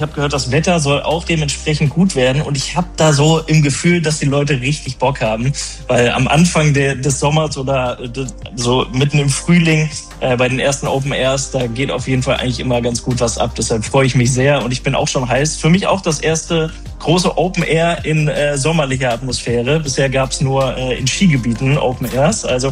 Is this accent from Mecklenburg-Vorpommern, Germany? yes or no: no; Düsseldorf, North Rhine-Westphalia, Germany; also born or lived in Duisburg; ich komme ja auch aus NRW, also ich bin ja in Duisburg geboren und in Düsseldorf zur Schule gegangen.